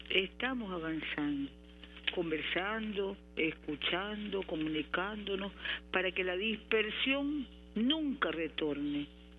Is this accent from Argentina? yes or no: no; Nicaragua; nicaragüenses que amamos la paz